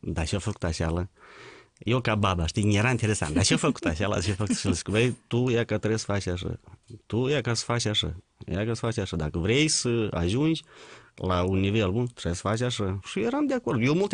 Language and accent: Romanian; Moldova; zic, ăștia s-a noștri, sunt moldoveni, că numai noștri poate sară la dans așa când aud o sârbă.